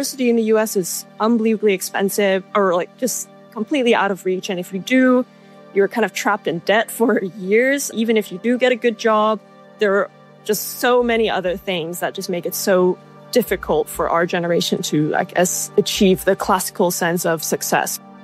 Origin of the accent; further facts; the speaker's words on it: Singapore; also born or lived in United States; now in San Diego, United States; I was born in the U.S., where I grew up in Singapore, and then I came back to the U.S. for school.